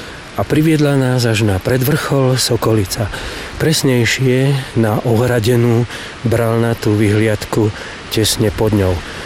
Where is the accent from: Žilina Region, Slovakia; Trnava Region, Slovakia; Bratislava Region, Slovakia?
Žilina Region, Slovakia; som tu aj ako Oravec, ktorého rod pravdepodobne pochádza spod Babej hory z Veľkej Lipnice